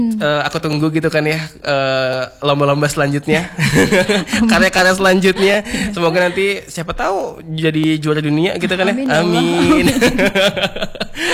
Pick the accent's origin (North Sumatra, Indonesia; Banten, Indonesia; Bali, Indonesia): Banten, Indonesia; Cilegon